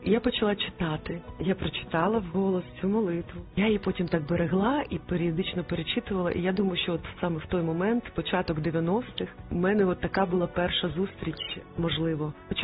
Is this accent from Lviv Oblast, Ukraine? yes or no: no; Kyiv, Ukraine; Я народилася в Києві. В звичайній родині мама викладала в університеті, тато працював в правоохоронних органах. Я навчалася в школі, в українській